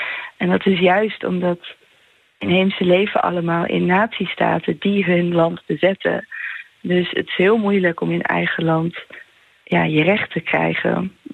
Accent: Netherlands; Ik ben een Nederlandse, Boliviaanse met Quechua roots.

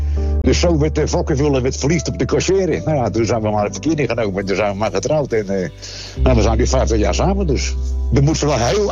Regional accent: Rotterdam, South Holland, Netherlands; born there; Geboren in Rotterdam. Het eind van het jaar word ik al 70 alweer.

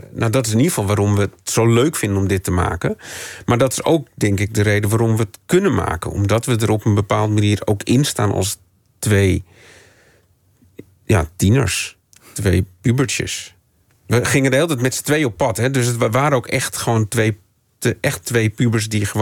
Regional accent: Amsterdam, North Holland, Netherlands; ik ben opgegroeid in Amsterdam

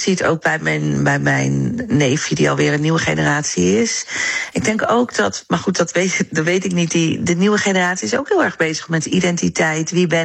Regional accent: Netherlands; Want ik dacht, ik kom toch gewoon uit Nederland. Maar opa en oma kwamen dan ergens anders vandaan.

